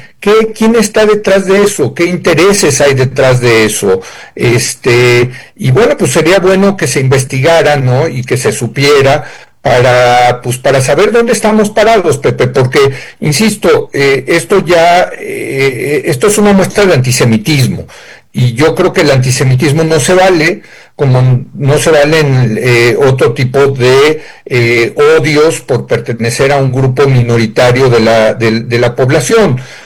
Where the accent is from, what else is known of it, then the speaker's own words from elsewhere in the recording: Mexico; born there; somos mexicanos, no se nos olvide, que vivimos en este país, que nacimos en este país, que trabajamos en este país, que pagamos impuestos en este país, que tenemos pasaporte de este país.